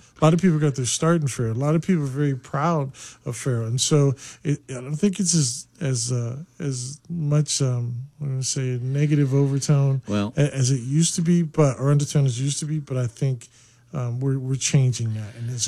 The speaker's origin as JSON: {"language": "English", "town": "New Castle", "region": "Pennsylvania", "country": "United States", "said": "And I said, well, you know, I'm from Newcastle, right? The story's the same."}